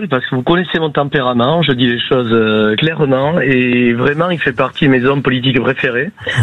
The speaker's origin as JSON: {"language": "French", "area": "Landes", "region": "Nouvelle-Aquitaine", "country": "France", "tie": "born there", "accent": "Landes accent", "said": "Oui, je suis d'origine marocaine. Je suis né dans les Landes."}